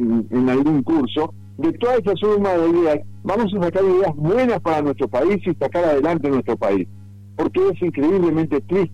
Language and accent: Spanish; Uruguay; acá somos uruguayos.